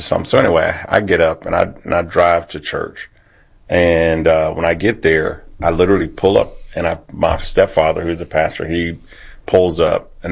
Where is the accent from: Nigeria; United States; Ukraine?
United States; Baton Rouge, Louisiana; I'm from Baton Rouge, Louisiana.